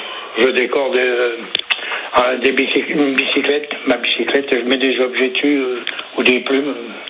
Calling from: Paris, Île-de-France, France

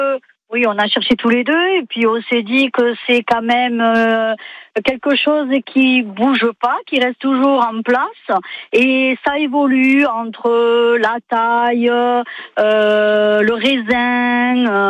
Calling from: Souvignargues, Occitanie, France; De Souvignargues

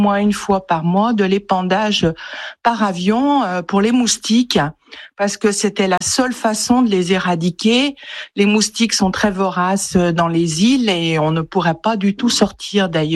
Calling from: Privas, Auvergne-Rhône-Alpes, France; Chez nous, à Privas, on a tout essayé avec les enfants et les petits-enfants.

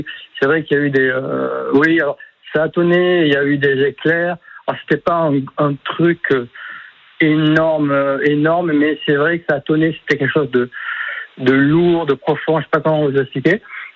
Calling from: Claret, Occitanie, France; Je suis à Claret dans ma maison

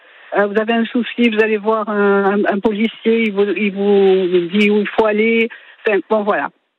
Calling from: Béziers, Occitanie, France; Je suis à Béziers.

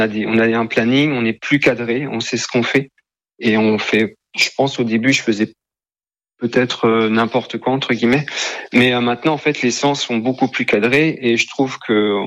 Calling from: Le Mans, Pays de la Loire, France

